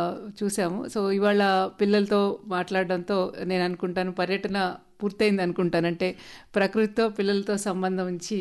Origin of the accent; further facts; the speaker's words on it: Mahbubnagar district, Telangana, India; also born or lived in Hyderabad; now in Nellore, India; నేను మహబూబ్నగర్ జిల్లా, అంటే ఉమ్మడి ఆంధ్రప్రదేశ్ రాష్ట్రంలో నడిగడ్డ అనే ప్రాంతానికి చెందినదనండి. మా ఊరు ఎలాంటిదంటే తుంగభద్ర నది ఒడ్డున ఉంటుంది, అటువైపు తెలంగాణ, ఇటువైపు రాయలసీమ. మా ఊరు నుంచి వెళ్ళే ఒకే ఒక రోడ్డు కర్ణాటకలోకి వెళ్తుంది. కాబట్టి మేము నేర్చుకున్న తెలుగు, లేదా మేము పెరిగిన వాతావరణం అంతా కూడా పల్లెటూరు